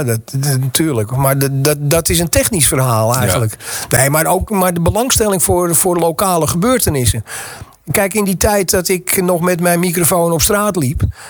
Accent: Amsterdam, North Holland, Netherlands; moved away; ja ik ben Amsterdammer, dat zei ik al.

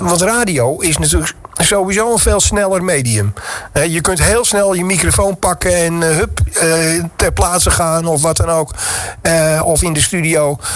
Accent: Amsterdam, North Holland, Netherlands; accent: Amsterdam; moved away as an adult; now in Zwijndrecht, Netherlands; ik ben een Amsterdammer en dat kun je ook horen, ook, denk ik.

